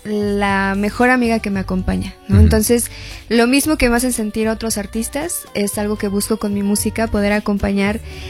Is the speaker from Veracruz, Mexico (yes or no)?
no; Mérida, Yucatán, Mexico; moved away as an adult; now in Mexico City, Mexico; yo soy una cantautora que vengo de Mérida, Yucatán. Este es mi primer año viviendo en la ciudad.